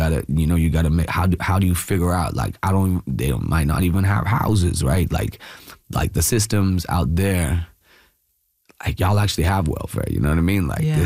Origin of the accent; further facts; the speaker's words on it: India; first language Malayalam; English is a second language; which people don't speak Malayalam, which is my native tongue